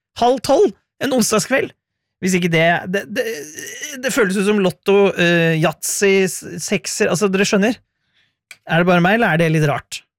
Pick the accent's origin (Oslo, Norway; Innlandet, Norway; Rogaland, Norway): Innlandet, Norway; accent: Hedmark dialect; Jeg snakket I sted om at jeg kommer fra Hedmarken og har egentlig innerst inne der Hedmarksdialekt